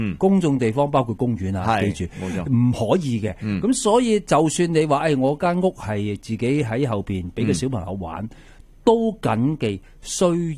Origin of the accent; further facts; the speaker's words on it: China; 我哋中国人有句说话叫国家自扫门前雪